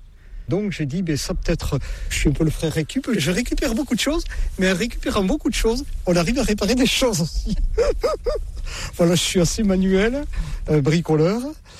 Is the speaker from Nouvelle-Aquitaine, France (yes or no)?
yes; Saint-Vincent-de-Paul, Nouvelle-Aquitaine, France; Avec mon accent, je ne suis pas du nord de la Loire, non. Je suis des Landes, hein, du pays de Saint-Vincent-de-Paul.